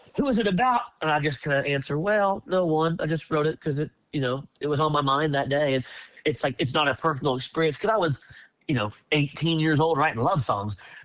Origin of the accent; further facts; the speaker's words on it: Leander, Texas, United States; I mean, I grew up in Leander, just, you know, east of you guys, so I'm not far from y'all, and went to Leander High School just like my parents did